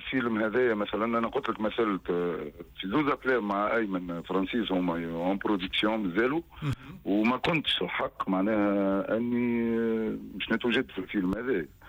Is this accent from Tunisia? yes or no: yes; Tunisia; احنا توانسه